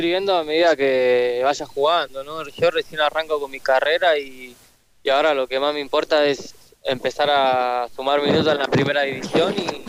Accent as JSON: {"language": "Spanish", "country": "Argentina", "tie": "born or raised there", "said": "yo soy argentino"}